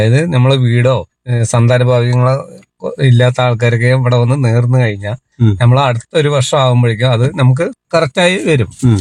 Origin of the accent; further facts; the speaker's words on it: Edachera, Kerala, India; ആ, ജനിച്ചു വളർന്ന ഇവിടുന്ന് ഒരു എടച്ചറ പറഞ്ഞ സ്ഥലത്താണ് ഞാന് ജനിച്ചത്.